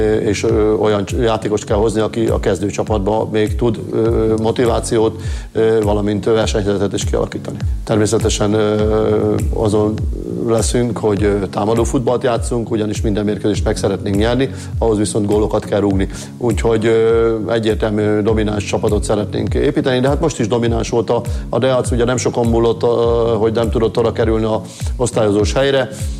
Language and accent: Hungarian; Borsod-Abaúj-Zemplén, Hungary; moved away as an adult; also born or lived in Hajdú-Bihar; now in Debrecen, Hungary; Nyilván már félig borsodi vagyok, félig hajdúbihari, sőt már több is, mert ugye Borsodban 30 évet éltünk, Hajdúbihariban már 33. év, úgyhogy azóta itt élünk Debrecenben.